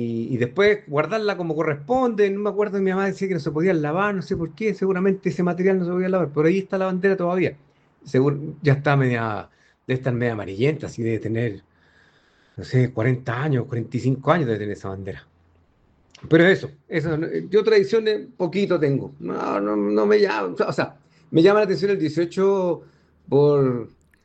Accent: Chile; porque yo soy chileno

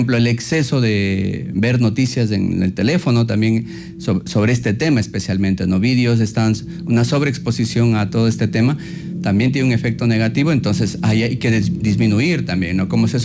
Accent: Ecuador; Entonces es como ecuatorianos, digamos, este es el mensaje a la sociedad de Santo Domingo

